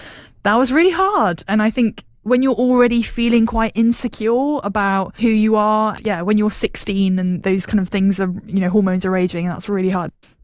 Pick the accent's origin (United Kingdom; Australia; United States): United Kingdom; South West England; accent: West Country; I grew up in West Wiltshire. I mean, when I say I'm from the West Country, people kind of say Wiltshire's not really the West Country. But if you've heard the accent, then it absolutely is.